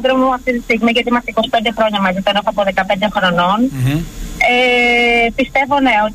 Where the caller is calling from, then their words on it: Varda, Western Greece, Greece; Τηλεφωνώ από Βάρδα.